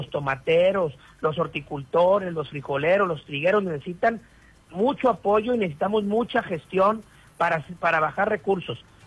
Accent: Sinaloa, Mexico; me desarrollé profesionalmente y estudié aquí en mi tierra, en Sinaloa

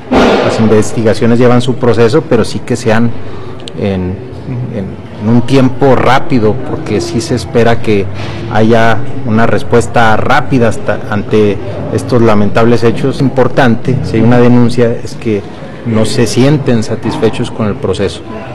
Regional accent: Durango, Mexico; No lo hagamos, somos duranguenses, todos vivimos aquí.

